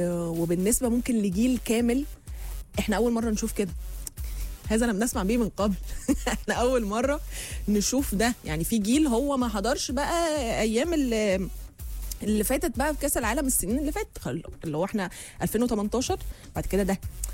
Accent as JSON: {"language": "Arabic", "country": "Egypt", "said": "بيجي لك اللحظات دي بقى اللي هو انا مصري، قول انا مصري عادي."}